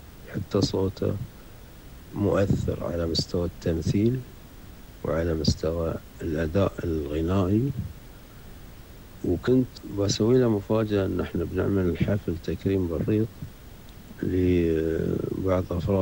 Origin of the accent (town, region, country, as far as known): Qatar